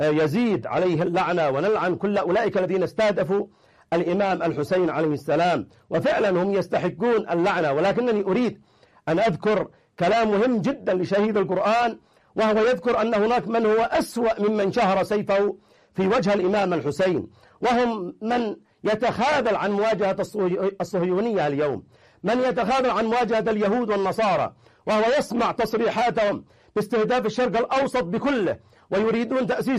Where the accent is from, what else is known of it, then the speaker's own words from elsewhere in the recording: Yemen; نحن كشعب يمني